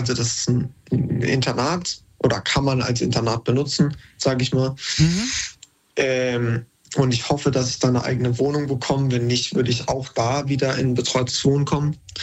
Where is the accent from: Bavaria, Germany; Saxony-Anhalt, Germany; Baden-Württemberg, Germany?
Baden-Württemberg, Germany; Wurde ich tatsächlich leider abgewiesen, weil ich halt nicht aus der Umgebung Berlin komme. Ich komme aus Baden-Württemberg.